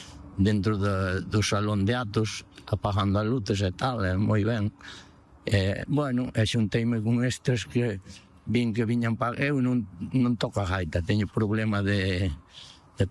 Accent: Vila de Cruces, Galicia, Spain; moved away; Eu son precisamente de Vila de Cruces, de Lalín, Pontevedra.

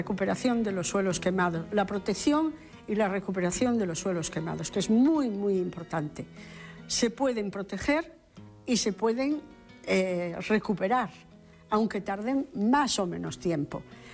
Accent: Galicia, Spain; somos los propios gallegos los que estamos destruyendo nuestra riqueza forestal.

